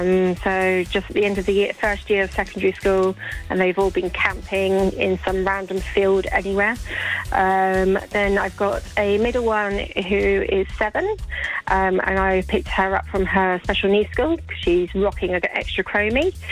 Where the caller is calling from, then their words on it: Godalming, South East England, United Kingdom; So we're Godalming.